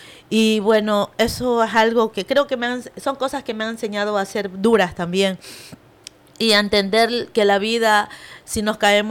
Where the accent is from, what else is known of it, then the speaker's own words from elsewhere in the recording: San Lorenzo, Manabí, Ecuador; no solo de San Lorenzo, de la cual soy oriunda